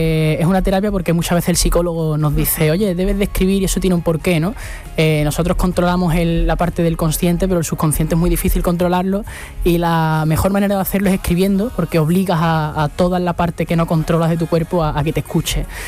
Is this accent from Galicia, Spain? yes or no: no; Andalusia, Spain; Claro, o sea, yo soy una persona muy de mi tierra y compartir y tener la posibilidad de que gente de fuera de España, que obviamente Andalucía, yo no he dado a conocer a nadie, Andalucía ya se conocía